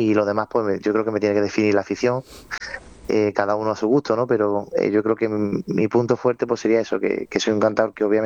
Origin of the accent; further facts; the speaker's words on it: Córdoba, Andalusia, Spain; vengo de Córdoba, soy de una familia muy reconocida dentro del flamenco en Córdoba, como es